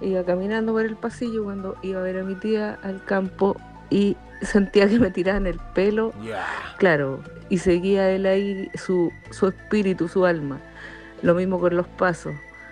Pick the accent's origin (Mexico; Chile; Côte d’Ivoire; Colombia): Chile; Coinco, O'Higgins; born there; En Coinco, donde yo nací